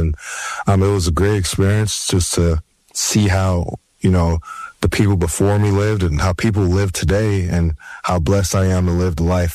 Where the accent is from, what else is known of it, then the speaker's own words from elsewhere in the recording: Columbus, Ohio, United States; Yeah. All those little Westerville, it's all Columbus, Ohio. I grew up in Columbus, Ohio.